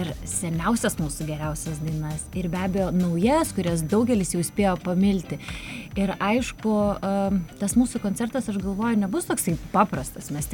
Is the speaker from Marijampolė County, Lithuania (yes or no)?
no; Kaunas, Kaunas County, Lithuania; kaunietė, kadangi esu, tai aš be galo visų pirma laukiu rūpiučio 22 Kauno koncerto jachlube.